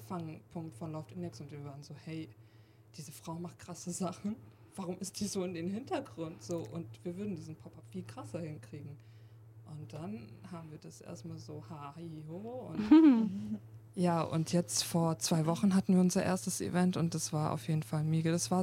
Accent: Stuttgart, Baden-Württemberg, Germany; wir kommen aus Stuttgart

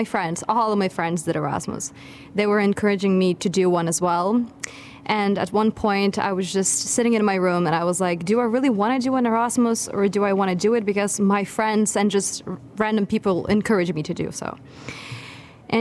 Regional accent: Lithuania; I come from Lithuania.

